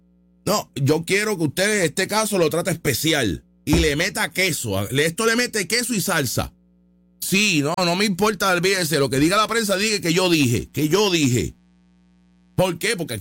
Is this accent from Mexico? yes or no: no; Puerto Rico; yo como puertorriqueño, yo no quiero que destruya La Palguera